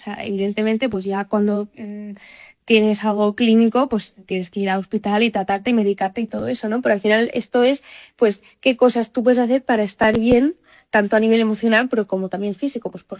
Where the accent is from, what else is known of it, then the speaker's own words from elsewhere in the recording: Barcelona, Catalonia, Spain; Y ONA en valenciano o en catalán, soy de Barcelona, son las olas del mar, ¿no?